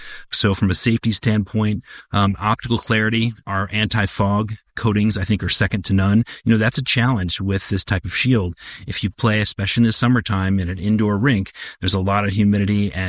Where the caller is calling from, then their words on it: Arlington, Virginia, United States; I'm calling in from Arlington, Virginia.